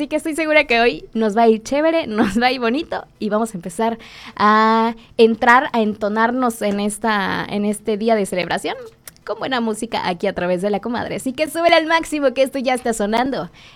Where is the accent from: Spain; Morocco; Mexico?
Mexico; creo que todos como mexicanos estamos unidos.